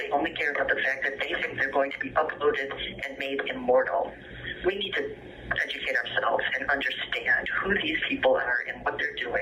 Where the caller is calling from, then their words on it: San Francisco, California, United States; I'm speaking from San Francisco County Jail.